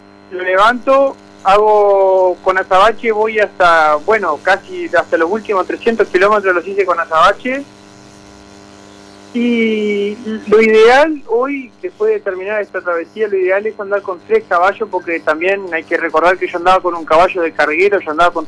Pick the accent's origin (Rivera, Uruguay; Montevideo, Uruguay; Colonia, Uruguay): Rivera, Uruguay; Tranqueras; Después que pasé acá por mi pueblo, por Tranquera